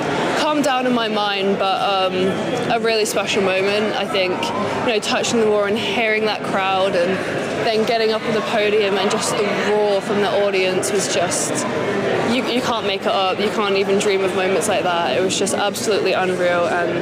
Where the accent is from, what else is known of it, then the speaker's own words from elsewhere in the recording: Scotland, United Kingdom; I dreamed of getting a gold for Scotland, as every Scottish athlete does